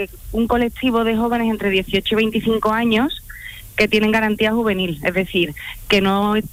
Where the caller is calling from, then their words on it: Seville, Andalusia, Spain; estoy haciendo todos los días el trayecto Sevilla-Cádiz y cuando salgo, Cádiz-Sevilla, a casita.